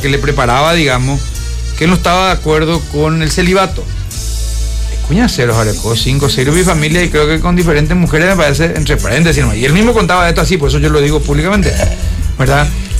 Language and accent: Spanish; Luque, Central, Paraguay; los que nacimos en Luque, los que crecimos, después circunstancialmente nos fuimos de otro lado y volvimos